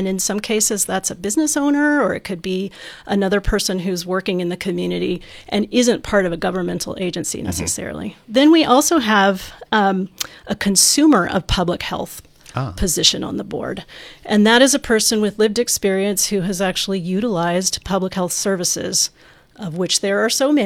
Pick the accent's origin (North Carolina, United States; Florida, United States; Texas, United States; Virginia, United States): North Carolina, United States; born there; now in Jefferson County, United States; I was born in the Appalachian Mountains. In North Carolina, on the border with Tennessee